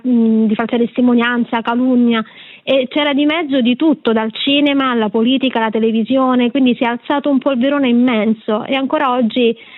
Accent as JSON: {"language": "Italian", "town": "Rome", "region": "Lazio", "country": "Italy", "said": "io sono di Roma"}